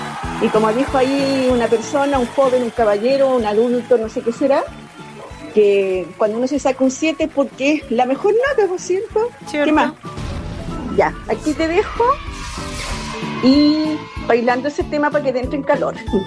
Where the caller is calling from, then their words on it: Puerto Montt, Los Lagos, Chile; Soy de Puerto Montt y estoy acostumbrada